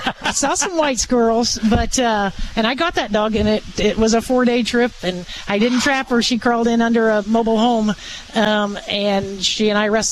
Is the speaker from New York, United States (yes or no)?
no; Buckhart, Illinois, United States; Born and raised in Buckhart.